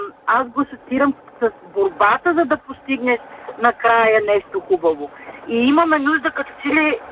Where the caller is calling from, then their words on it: Sofia, Sofia City, Bulgaria; Добро утро … съм от София.